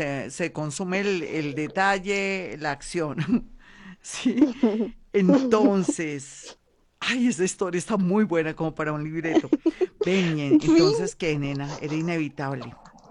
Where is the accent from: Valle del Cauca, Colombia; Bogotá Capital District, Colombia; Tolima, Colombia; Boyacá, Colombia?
Bogotá Capital District, Colombia; Bogotá; somos de Bogotá